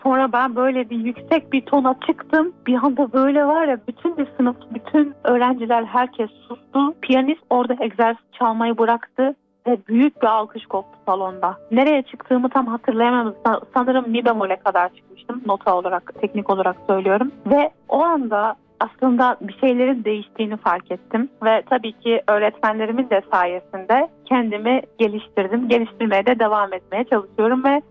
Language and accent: Turkish; İskenderun, Hatay, Turkey; born there; 17 Şubat 2005 yılında dünyaya geldim. İskenderun doğumluyum.